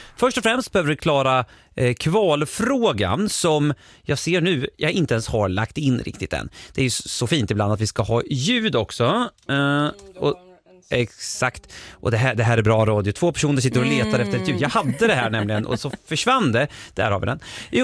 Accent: Sweden; Vi har ju lagt ishockey-VM bakom oss som svensk redan för några dagar sedan.

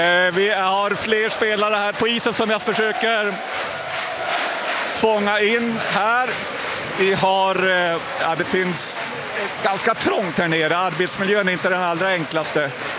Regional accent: Luleå, Norrbotten County, Sweden; also born or lived in Södertälje; Jag kommer från Södertälje, är egentligen från Luleå, men kommer hit och får uppleva det.

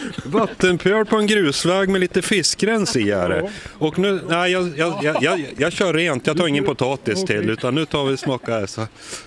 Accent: Ångermanland, Sweden; jag är ju från Ångermanland, från närheten av de här öarna

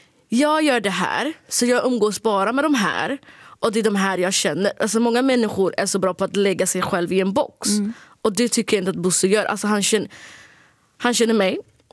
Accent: Sweden; accent: Standard Swedish; Jag tycker att jag alltid låter, jag tycker att jag pratar rikssvenska liksom.

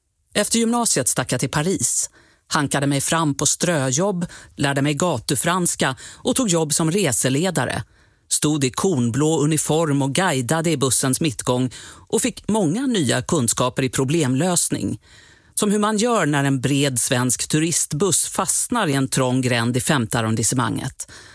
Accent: Halmstad, Halland County, Sweden; När jag växte upp i Halmstad kändes den stora världen ofta olidligt långt borta

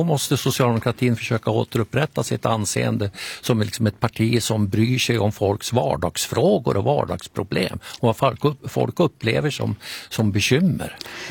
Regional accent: Norrsundet, Gävleborg County, Sweden; moved away; hemma i Norrsundet var det också alla röstar på sossarna

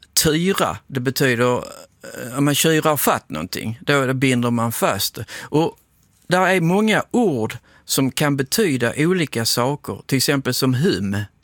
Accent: Hagestad, Skåne, Sweden; när jag växte upp i Hagesta, eller Hagesta säger man

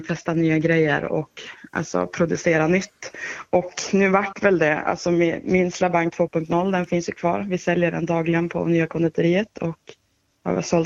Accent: Norrland, Sweden; now in Bygdeå, Sweden; Och då gick jag tillbaka till mitt norrländska hjärta

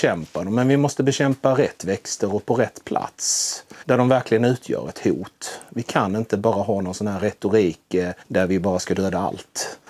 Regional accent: Blekinge, Sweden

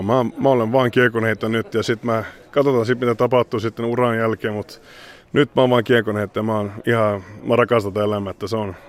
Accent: Sweden; born there; mä oon Ruotsissa syntynyt, mä oon ruotsalainen

